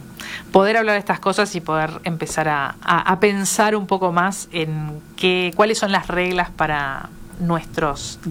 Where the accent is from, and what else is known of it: Uruguay